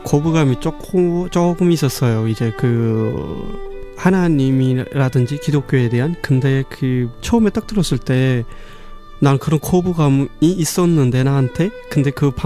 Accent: North Korea; now in South Korea; 제가 지금 현재 남한에서 살고 있는 이제 청년으로서 이제 제가 제 고향을 상상해 보면

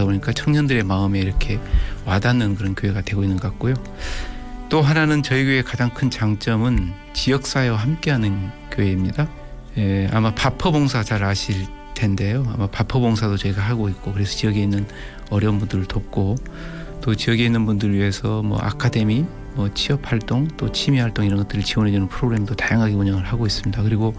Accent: Yeosu, South Jeolla, South Korea; now in Gwangju, South Korea; 고향이 여수입니다. 네, 여수 참 좋은 동네입니다. 맑은 물, 또 깨끗한 산, 그리고 좋은 사람들이 사는 곳이고요. 말 그대로 한자어로 수려하고 깨끗한 그런 동네입니다.

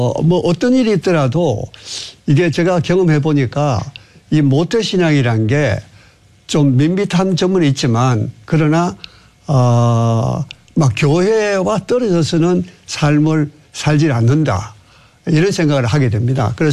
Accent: Daegu, South Korea; moved away as an adult; also born or lived in Seoul; 저는 그 고향이 대구입니다. 대구. 대구에서 고등학교까지 졸업하고 대학을 서울로 진학했습니다.

